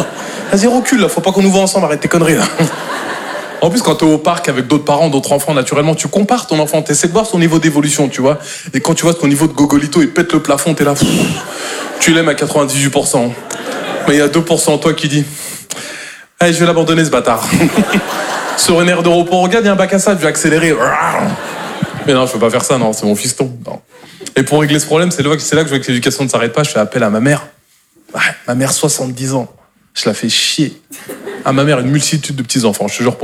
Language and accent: French; Normandy, France